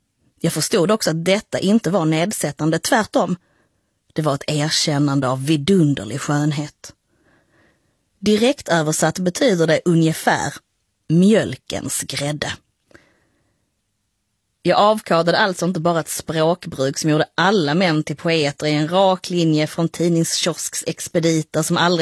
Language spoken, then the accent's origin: Swedish; Höör, Skåne, Sweden; moved away; also born or lived in Cairo; att komma från Höör respektive Kairo